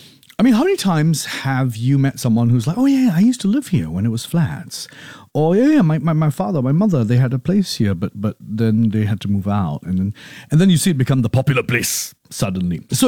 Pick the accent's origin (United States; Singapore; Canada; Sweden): Singapore; West Region; I'm a Westie. I grew up in the West.